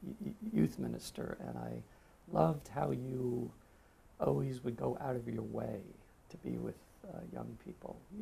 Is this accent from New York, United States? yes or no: yes; New York, United States; So I'm from New York, Long Island.